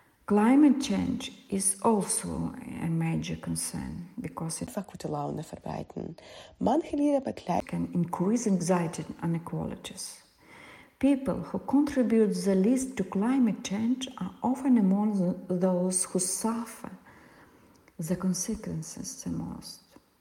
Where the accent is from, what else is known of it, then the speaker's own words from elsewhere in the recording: Senegal; English is a second language; Coming from Senegal, I am familiar with high temperatures